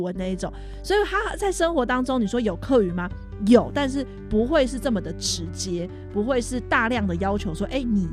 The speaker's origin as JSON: {"language": "Chinese", "region": "Miaoli County", "country": "Taiwan", "tie": "born there", "accent": "Miaoli accent", "said": "因为小时候我爸爸是军人，所以我也很难去告诉大家说啊我是苗栗人，因为当时就是爸爸工作我们搬到苗栗去，爸爸妈妈总是会说啊总有一天我们会搬走，就是在这边就没有想到在这边就一辈子了，就、没有搬走了"}